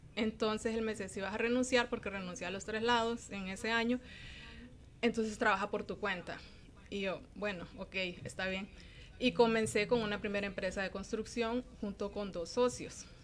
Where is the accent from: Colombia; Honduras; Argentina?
Honduras; Juticalpa, Olancho; born there; No, yo nací en Juticalpa, Olancho, pero mi papá ha sido constructor, entonces desde jóvenes hemos viajado por muchos lados del país